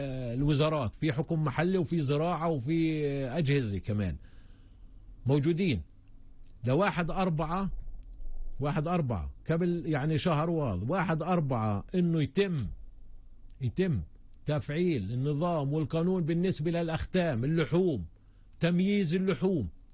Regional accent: Palestine; now in West Bank; انا من 48 مهجر في داخل الضفة الغربية، انا جزء من فلسطين، ماني جزء من الضفة الغربية، انا محافظ على لجوئي ومحافظ على لجوئي في داخل الضفة الغربية

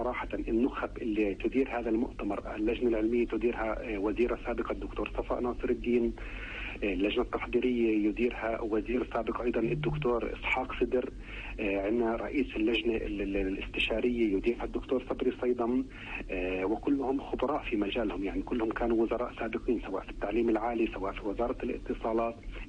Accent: Palestine; احنا لدينا في فلسطين هون

